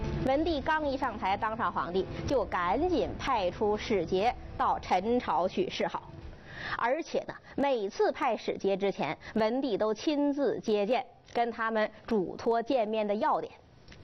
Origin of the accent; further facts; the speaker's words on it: China; 因为我们中国人传统理念一定是这样的